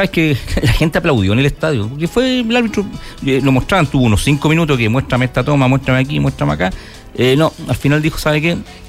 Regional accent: Chile

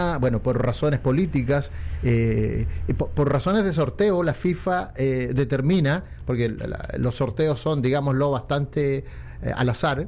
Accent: Chile

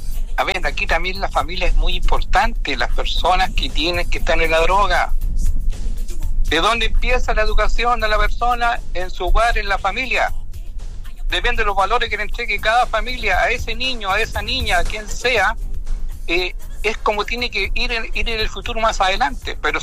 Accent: Chile; en mi Chile, en mi país

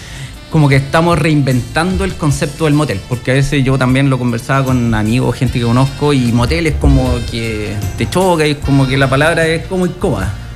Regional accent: Chile; born there; yo viví cuando era pequeño, viví en la Villa Teniente

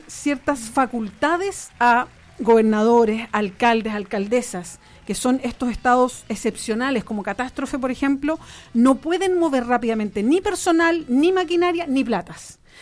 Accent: Chile

